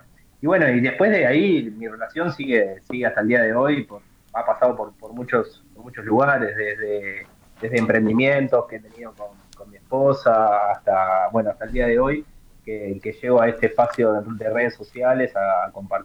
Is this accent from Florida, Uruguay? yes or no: no; Piriápolis, Maldonado, Uruguay; Soy de Punta Fría, exactamente.